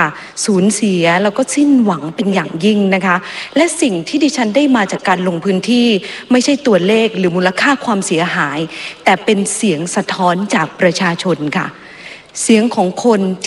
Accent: Sawang Daen Din, Sakon Nakhon, Thailand; ดิฉันค่ะเป็นลูกอีสานเกิดสว่างแดนดินจังหวัดสกลนคร

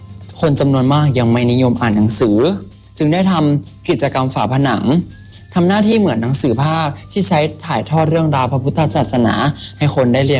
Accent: Chonburi, Thailand; เป็นคนชลบุรีตั้งแต่เด็ก

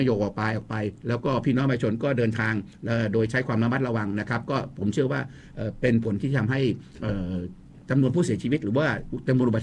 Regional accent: Isan, Thailand; มาตรฐานหมอลำเดิมทีหมอลำเนี่ยถือว่าเป็นศิลปวัฒนธรรมที่มีความสำคัญของพวกเราชาวพี่น้องชาวอีสานนะครับ

